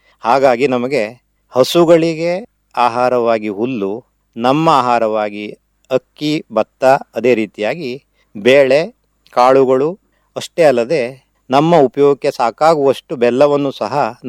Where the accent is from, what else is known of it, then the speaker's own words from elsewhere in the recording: Malavalli, Karnataka, India; ತಾಲೂಕಾ ಕೇಂದ್ರದಿಂದ ಅತಿ ದೂರದಲ್ಲಿರುವಂತಹ ಅಂದರೆ ಸುಮಾರು ಒಂದು 35-36 ಕಿಲೋಮೀಟರ್ ದೂರದ ನಮ್ಮೂರು, ಸಮೀಪದಲ್ಲಿಯೇ ಕೈಗಾ ಅಂತೊಂದಿದೆ, ಕೈಗಾ ಅಣುಸ್ತಾವರ.